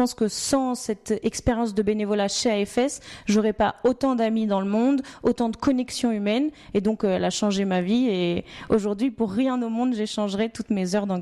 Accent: Nantes, Pays de la Loire, France; now in Bordeaux, France

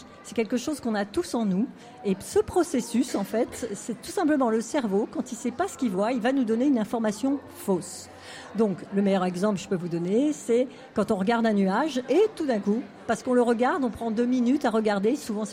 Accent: Hauts-de-France, France; born there; now in Saint-Étienne, France; je suis née en Picardie et effectivement quand je suis arrivée à Saint-Etienne, j'ai dit ça y est, waouh, j'ai trouvé ma ville.

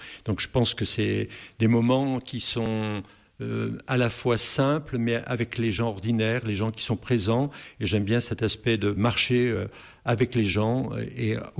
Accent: Mauves, Auvergne-Rhône-Alpes, France; Je suis de Mauves, je suis de l'Ardèche, très bien.

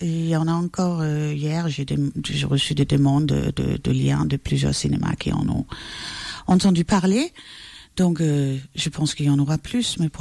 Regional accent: Denmark; à 9 ans, on a déménagé d'un coin du Danemark à un autre coin du Danemark, et on se moquait tellement de moi à l'école à cause de mon accent

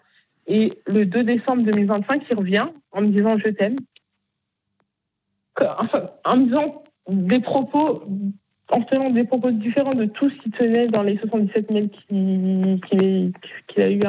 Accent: Bagneux, Île-de-France, France; Moi, je viens de Bagneux.

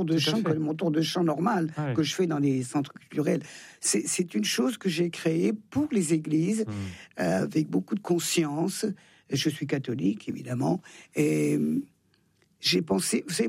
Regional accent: Thonon-les-Bains, Auvergne-Rhône-Alpes, France; J'ai des habitudes savoyardes. Mmh. Je suis plus savoyarde que française d'ailleurs. D'ailleurs, les Savoyards, on est français depuis 150 ans.

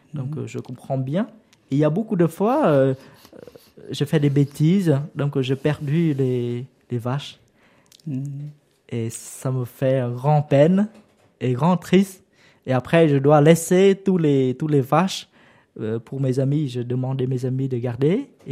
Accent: Vietnam; French is a second language; moved away as an adult; now in France; quand j'étais petit au Vietnam, j'étais un berger.

